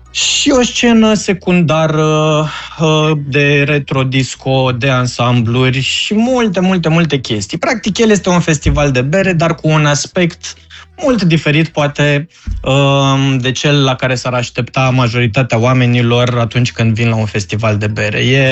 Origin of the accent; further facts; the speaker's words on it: Focșani, Vrancea County, Romania; also born or lived in Bucharest; now in Timișoara, Romania; eu de fapt sunt din Focșani-Vrancea, deci din patria vinului.